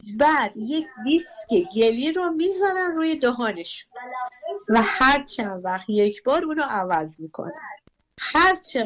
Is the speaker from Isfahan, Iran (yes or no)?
no; Mashhad, Razavi Khorasan, Iran; من مشهدیم.